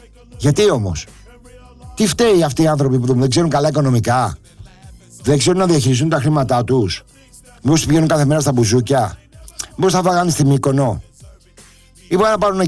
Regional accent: Corfu, Ionian Islands, Greece; από την Κέρκυρα.

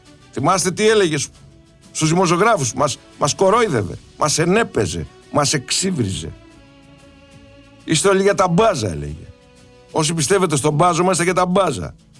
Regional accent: Peloponnese, Greece; Εγώ είμαι Μωραΐτης.

